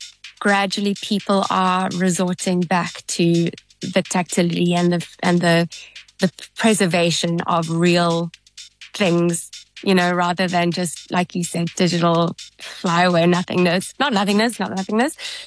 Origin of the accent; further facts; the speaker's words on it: South Africa; So I think it's obviously, being South African, I'm super proud.